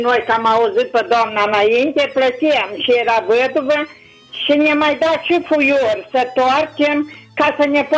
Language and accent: Romanian; Moisei, Maramureș County, Romania; moved away as an adult; now in Sânicoară, Romania; eu sunt din Moisei.